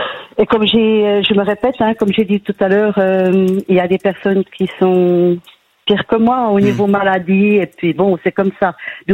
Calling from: Montbéliard, Bourgogne-Franche-Comté, France; J'habite à Montbéliard, exactement.

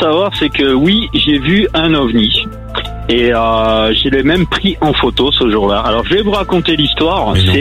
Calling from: Anglet, Nouvelle-Aquitaine, France; Moi je suis de Angleterre.

